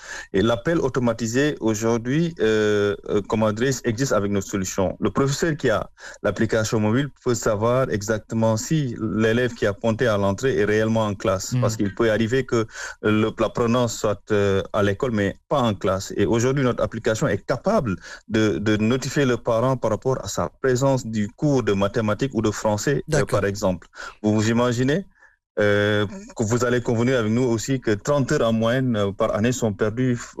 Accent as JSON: {"language": "French", "country": "Senegal", "said": "chez nous au Sénégal"}